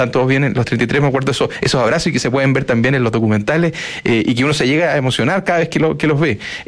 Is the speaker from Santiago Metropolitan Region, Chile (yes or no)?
no; Concepción, Biobío, Chile; Y yo, que soy de Concepción, y voy a paso por As